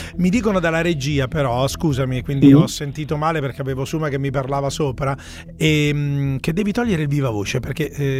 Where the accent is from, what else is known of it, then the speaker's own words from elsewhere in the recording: Rome, Lazio, Italy; Sono romano